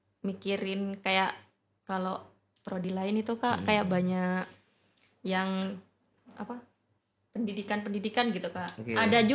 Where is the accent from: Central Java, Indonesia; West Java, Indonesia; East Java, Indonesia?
East Java, Indonesia; Pamekasan; Aslinya dari Pamekasan, Kak.